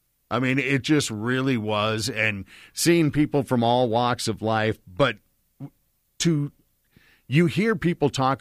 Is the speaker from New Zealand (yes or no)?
no; Minnesota, United States; moved away; also born or lived in North Dakota; I was raised in Minnesota, northern Minnesota, North Dakota on a river.